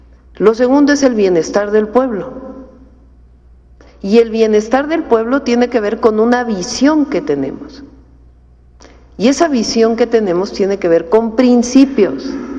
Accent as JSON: {"language": "Spanish", "country": "Mexico"}